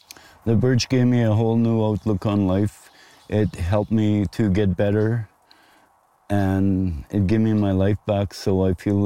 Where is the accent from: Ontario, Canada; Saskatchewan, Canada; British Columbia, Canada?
Saskatchewan, Canada; Buffalo Narrows; I'm from Buffalo Narrows, Saskatchewan. I was born and raised there. I'm a First Nations person from Canoe Lake.